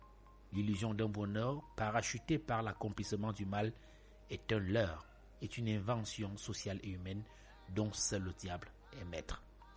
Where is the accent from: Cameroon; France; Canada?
Cameroon; Tout est objet chez nous au Cameroun.